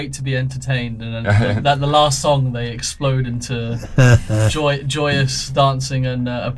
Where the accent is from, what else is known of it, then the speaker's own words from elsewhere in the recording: London, United Kingdom; I'm from London originally.